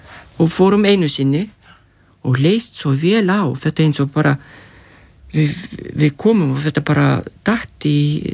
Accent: Lithuania; born or raised there; Icelandic is a second language; now in Iceland

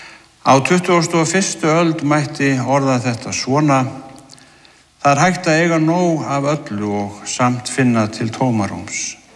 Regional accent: Siglufjörður, Northeastern Region, Iceland; Ég minnist þess þegar ég var að alast upp hér á Siglufirði, ég fættur árið 1958

